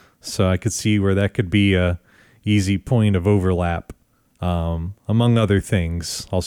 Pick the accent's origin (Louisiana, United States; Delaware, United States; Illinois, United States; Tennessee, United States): Louisiana, United States; We're all from Louisiana and we all play Cajun music